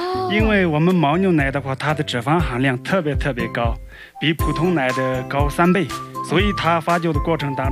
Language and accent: Chinese; Riwoqe County, Tibet, China; 我是土生土长的六七本地人， … 我也是大学生回乡创业者。